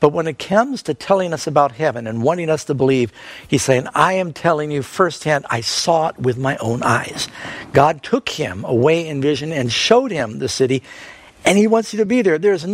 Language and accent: English; New York City, New York, United States; moved away; also born or lived in Miami / Los Angeles; I grew up in Manhattan, lived in Miami, Los Angeles.